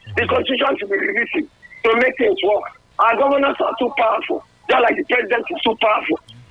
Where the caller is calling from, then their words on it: Asaba, Delta, Nigeria; I'm calling from Asaba.